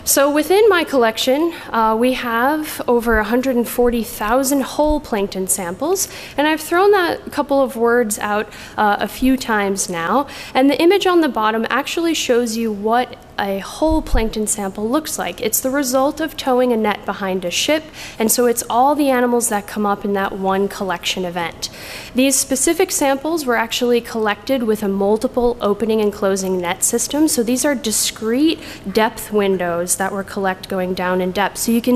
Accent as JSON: {"language": "English", "town": "Chicago", "region": "Illinois", "country": "United States", "tie": "born or raised there", "said": "I grew up in Chicago, and you can see me there at the age of 4 or 5 when I knew I would wear glasses."}